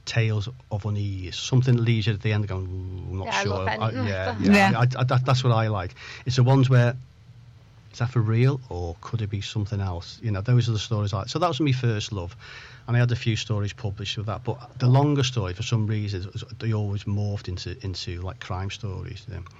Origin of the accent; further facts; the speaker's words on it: Chester, North West England, United Kingdom; also born or lived in Liverpool / Barrow-in-Furness / Ulverston; And I'm actually from Chester. I lived in Liverpool for quite a few years, and the more the countryside places, and I used to live in Barrow and Furness in Cumbria and Ulverston up there